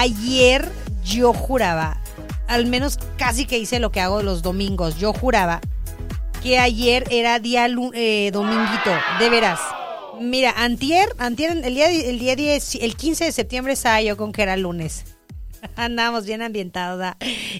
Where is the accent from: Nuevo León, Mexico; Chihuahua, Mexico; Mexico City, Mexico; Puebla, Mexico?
Mexico City, Mexico; moved away; ya crecimos, oye, en Chilangolandia